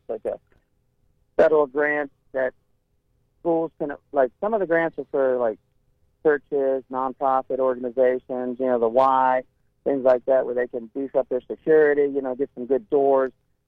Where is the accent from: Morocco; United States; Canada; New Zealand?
United States; Virginia; I mean, I grew up in Virginia. I used to go to Norfolk State.